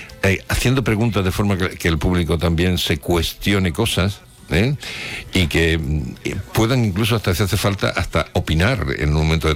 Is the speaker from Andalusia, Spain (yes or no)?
yes; Huelva, Andalusia, Spain; mi tierra para mí es maravillosa y además hago que mucha gente de Madrid vengan para acá